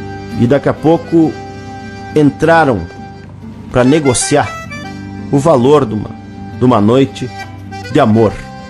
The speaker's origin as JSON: {"language": "Portuguese", "town": "Uruguaiana", "region": "Rio Grande do Sul", "country": "Brazil", "moved": "yes", "said": "lá na minha cidade, Uruguaiana."}